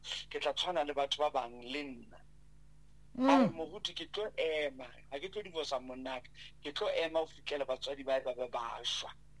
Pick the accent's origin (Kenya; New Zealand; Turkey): Kenya; So, I'm from Madoka. I'm from Kenya. I can't take it because I'm from Madoka.